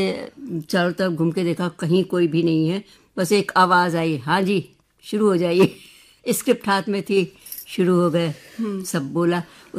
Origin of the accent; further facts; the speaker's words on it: Lucknow, Uttar Pradesh, India; हम लखनऊ में पैदा हुए और लखनऊ में ही है।